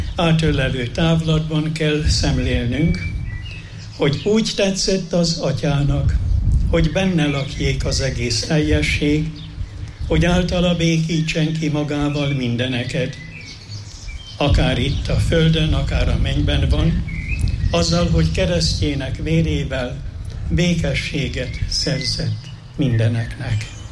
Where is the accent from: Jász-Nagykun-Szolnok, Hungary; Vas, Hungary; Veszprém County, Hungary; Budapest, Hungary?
Jász-Nagykun-Szolnok, Hungary; Jászárokszállás; moved away; Gyerekkorom idejére emlékszem, valaki szülőhazámból, Jászárokszállásból mondta, hogy megyünk Mezőkövesre.